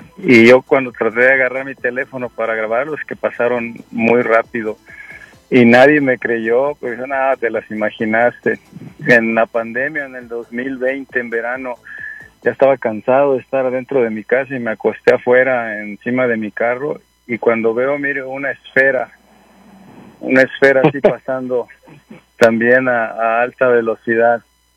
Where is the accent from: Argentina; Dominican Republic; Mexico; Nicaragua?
Mexico; Yo soy mexicano del sur.